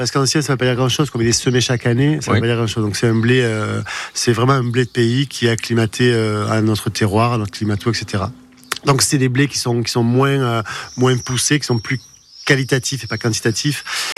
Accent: Sanilhac-Sagriès, Occitanie, France; Nous, on est originaire de Sagriès. Mon grand-père était à Sagriès, il faisait le vin à Sagriès.

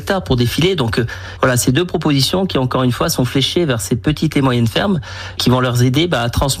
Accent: Auvergne-Rhône-Alpes, France; Je pense notamment par exemple aux cerises chez moi en Ardèche.

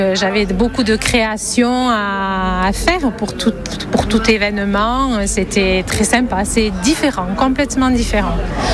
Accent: Mirepeix, Nouvelle-Aquitaine, France; born or raised there

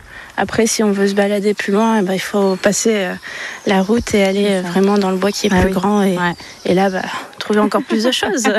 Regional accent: Hauts-de-France, France; now in Normandy, France; Alors, je suis originaire du Pas-de-Calais, du coup, voilà, dans le nord de la France, on a toujours fait ça. Et quand je suis venue ici en Normandie rejoindre mon compagnon

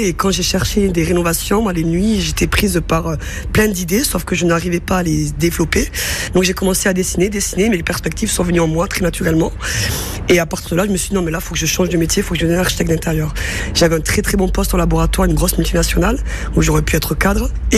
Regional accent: Carcassonne, Occitanie, France; born there; Moi, je suis née à Carcassonne

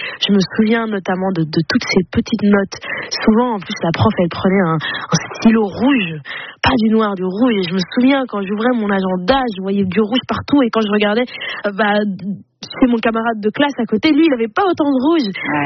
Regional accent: Flanders, Belgium; puisque moi j'ai grandi en Flandre, donc la partie flamande de la Belgique.

